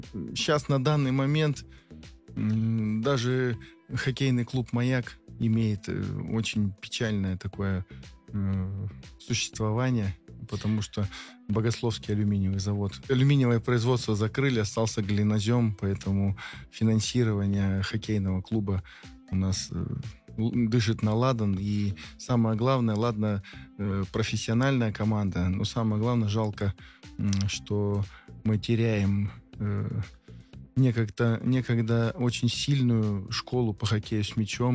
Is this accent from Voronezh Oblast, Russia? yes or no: no; Krasnoturinsk, Sverdlovsk Oblast, Russia; Да, это мой родной город, в котором я родился, в котором прошло мое детство, юность, да, до 19 лет я прожил в городе Краснотурьинске.